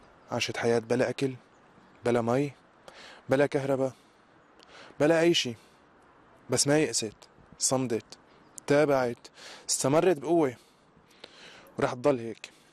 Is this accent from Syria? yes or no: yes; Syria; كوني شاب سوري، بس صدقوني قد ما كانت الحياة حلوة بالغربة